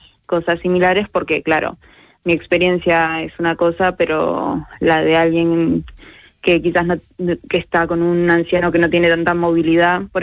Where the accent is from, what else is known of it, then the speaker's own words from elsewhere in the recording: Argentina; si bien yo soy argentina, mi familia toda de España